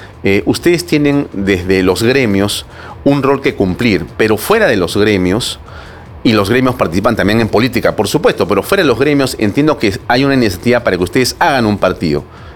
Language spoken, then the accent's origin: Spanish; Peru; Porque en el Perú, si hay algo que somos los peruanos, somos empresarios, somos emprendedores.